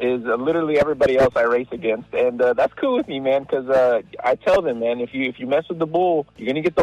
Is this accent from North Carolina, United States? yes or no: no; California, United States; From California.